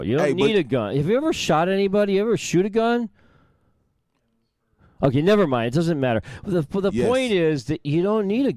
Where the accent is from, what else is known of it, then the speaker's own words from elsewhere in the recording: Chicago, Illinois, United States; I'm from Chicago, too, so I know exactly where it is